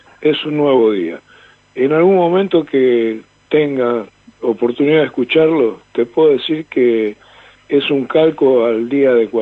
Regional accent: Valentín Alsina, Buenos Aires Province, Argentina; now in Gerli, Argentina; Yo soy oriundo de Valentín Alsina, pero ahora estoy jubilado, vivo solo en Gerli, que pertenece a Lanús.

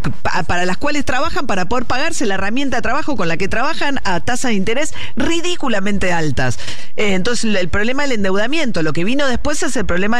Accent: Argentina; Somos todos hinchas, somos todos argentinos

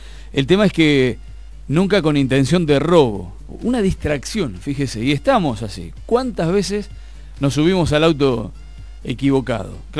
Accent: Argentina; nosotros que somos argentinos

